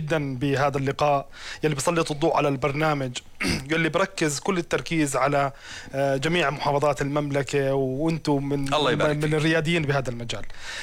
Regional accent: Jordan; واحنا للأمان كأردنيين لازم نفتخر بهاي الرؤية

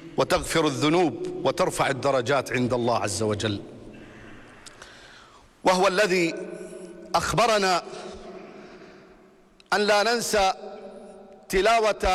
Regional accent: Jordan; بلدنا الأردن

